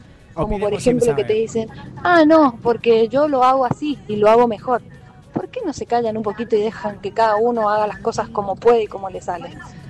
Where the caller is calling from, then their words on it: San Martín, Argentina; de San Martín.